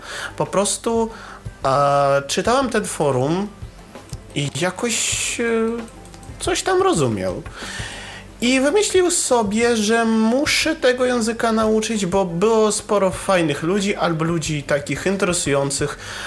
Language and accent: Polish; Russia; Polish is a second language; Ja jestem Rosjaninem. Cały mój, po prostu cała moja rodzina to Rosjanie.